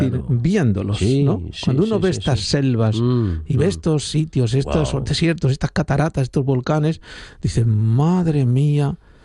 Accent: Spain; yo a veces me siento más español allí que aquí.

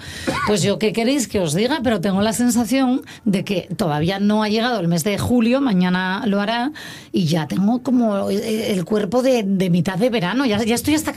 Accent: Asturias, Spain; also born or lived in Madrid; o sea, una vez que he vuelto a mi tierra, Asturias, llevo 4 años, ¿no?

